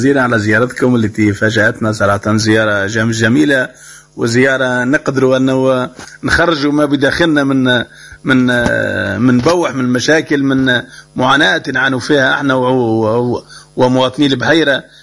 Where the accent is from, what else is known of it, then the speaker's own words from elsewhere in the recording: Tataouine Governorate, Tunisia; born there; المنطقة مسقط راسي